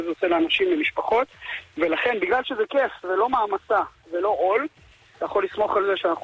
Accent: Jerusalem, Jerusalem District, Israel; אני גדלתי בירושלים

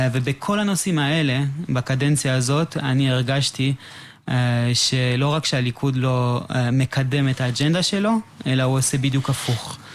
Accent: Canada; Hebrew is a second language; moved away as an adult; now in Israel; כשהייתי בתיכון, הייתי בתיכון שבו למדו הרבה מאוד ישראלים שירדו מהארץ והגיעו לקנדה.

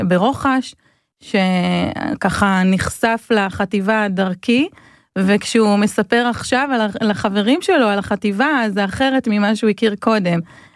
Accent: Arad, Southern District, Israel; אני יכולה להגיד שאני גדלתי בערד

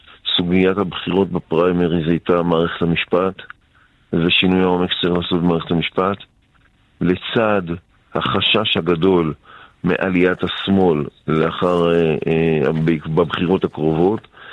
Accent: Netanya, Central District, Israel; born there; אתמול היינו בכנס גדול בנתניה, איזה סמלי מבחינתי לסכם את המרוץ הזה, בעיר הולדתי

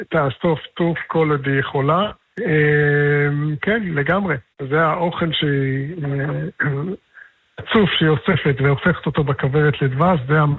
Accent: Mishmar HaEmek, Northern District, Israel; ובתור מי שגדל לא בכפר בילו אלא במקרה דווקא במשמר העמק, במקור אני ממשמר העמק … ממשמר העמק.

